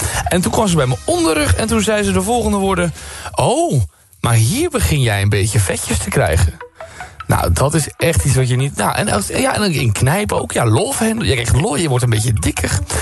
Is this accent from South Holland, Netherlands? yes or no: no; Zeeland, Netherlands; moved away; Ik kom oorspronkelijk uit Zeeland